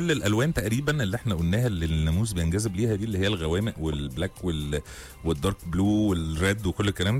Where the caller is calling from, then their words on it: Dubai, United Arab Emirates; انا بسمعكم من دبي وانا مروح